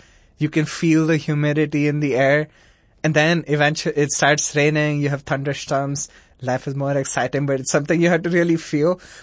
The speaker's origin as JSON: {"language": "English", "region": "Kerala", "country": "India", "tie": "born or raised there", "also_born_or_lived": "New Delhi", "said": "I grew up in India, in the southern state of Kerala. That's where my grandparents lived, and my parents also lived there when I was growing up. And then later on, we moved to New Delhi."}